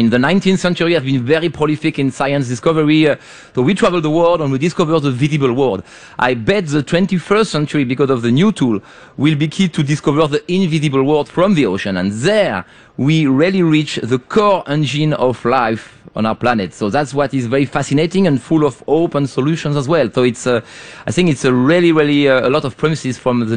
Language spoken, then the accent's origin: English; France; I come from France, and I was in CBIT. I come from France.